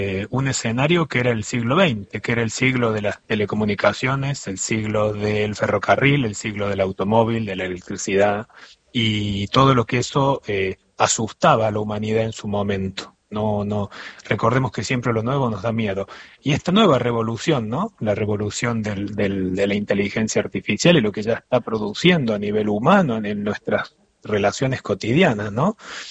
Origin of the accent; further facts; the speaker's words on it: Argentina; algo que lo digo yo como argentino